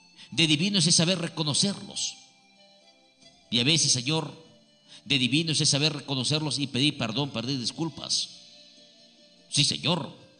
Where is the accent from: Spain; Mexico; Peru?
Peru; Huancabamba, Piura; now in San Luis, Carlos Fermín Fitzcarrald, Peru; que sea de nuestra tierra, de Huancabamba, Salalá. Desde allá venimos, queridos hermanos. … viene desde Huancabamba, Salalá, queridos amigos. Y yo no puedo negar a mi tierra. Yo no puedo negar mi origen.